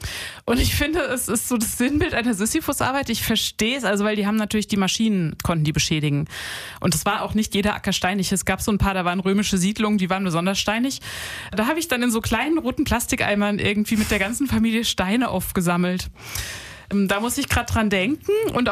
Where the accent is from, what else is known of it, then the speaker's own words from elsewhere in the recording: Rhineland-Palatinate, Germany; Also meine Familie kommt aus der Landwirtschaft und ich bin dann in die Kulturwirtschaft gegangen. Und ich komme aus der Nähe von Mainz in Rheinhessen, so gute Böden.